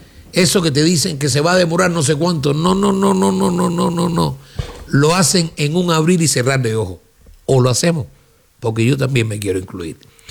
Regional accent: Güira de Melena, Artemisa, Cuba; moved away; de donde yo soy, que es Huira de Melena

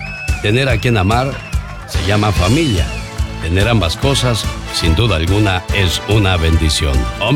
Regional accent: León, Guanajuato, Mexico; moved away; Un día salí de León, Guanajuato, pero León, Guanajuato nunca salió de mí.

